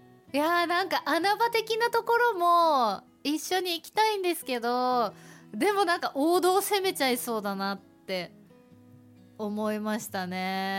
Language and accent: Japanese; Hokkaido, Japan; 道民だから